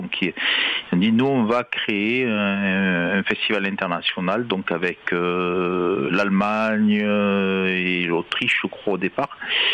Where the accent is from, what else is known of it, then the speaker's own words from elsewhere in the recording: France; nous, les Français